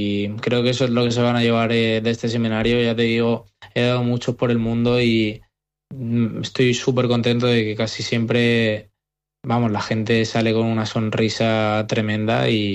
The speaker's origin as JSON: {"language": "Spanish", "town": "Alicante", "region": "Valencian Community", "country": "Spain", "said": "ellos son argentinos y yo soy de aquí, de Alicante, y les mando un abrazo"}